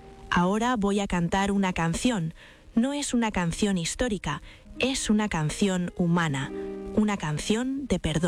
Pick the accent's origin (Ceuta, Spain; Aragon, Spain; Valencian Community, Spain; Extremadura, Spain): Extremadura, Spain; born there; Nací en Extremadura, una tierra antigua, de piedras viejas y silencios largos. Crecí escuchando historias de gloria, de imperios, de conquistas